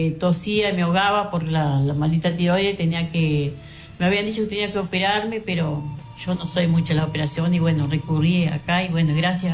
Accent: Villa Constitución, Salto, Uruguay

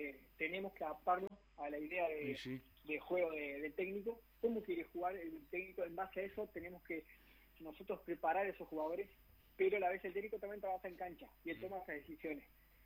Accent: Uruguay; no solo yo, sino todos los uruguayos, bastante desahuciados

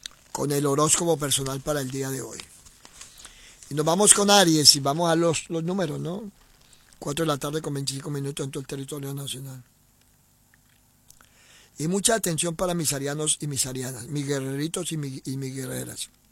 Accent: Chaco, Argentina; Nosotros somos del Chaco y los que somos del Chaco somos bien argentinos.

